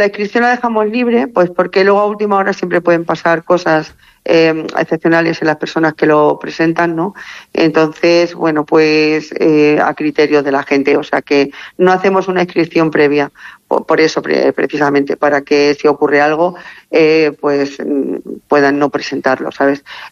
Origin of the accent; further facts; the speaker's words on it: Poyales del Hoyo, Castile and León, Spain; yo soy de aquí, de la población, soy de Poyales, y desde chiquitita, claro, pues hemos convivido con los higos toda la vida.